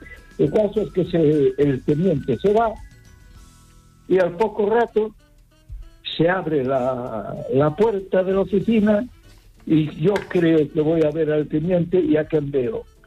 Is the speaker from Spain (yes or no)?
yes; Ourense, Galicia, Spain; now in Barcelona, Spain; No, vale. No. Yo vivo en Barcelona, pero soy de Ourense.